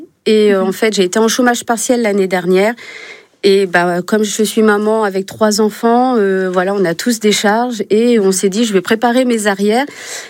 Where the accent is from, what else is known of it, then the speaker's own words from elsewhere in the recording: Méobecq, Centre-Val de Loire, France; Moi, à Méobecq, parce que je suis originaire de Méobecq, on n'a que des personnes âgées qui se déplacent pas.